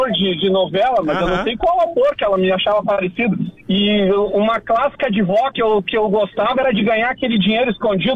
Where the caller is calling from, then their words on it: Porto Alegre, Rio Grande do Sul, Brazil; eu sou de Porto Alegre.